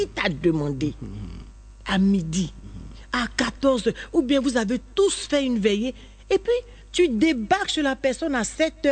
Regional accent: Côte d’Ivoire; Je suis en Côte d'Ivoire. Mm-hmm. Je suis baoulée

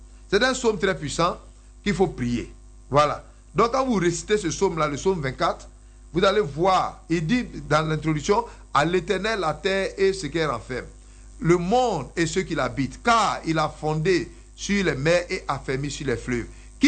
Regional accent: Côte d’Ivoire; moved away; comme on vient de la Côte d'Ivoire

